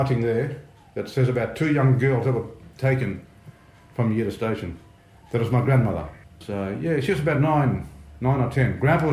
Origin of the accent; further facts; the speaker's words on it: Derby, Western Australia, Australia; born there; I was born in Derby in 1955. My father is a Spanish man from northwest of Spain. My mother is an Aboriginal lady.